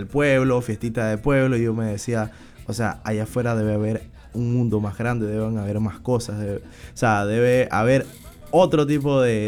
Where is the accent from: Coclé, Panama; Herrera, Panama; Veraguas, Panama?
Coclé, Panama; Yo soy de Cocle, exactamente.